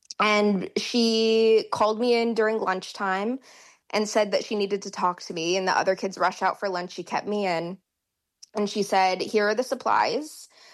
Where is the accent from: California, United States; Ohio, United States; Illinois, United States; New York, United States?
California, United States; when I was in school in my hometown, K through 12, there were some other California Indians that I had known, and there were very few of us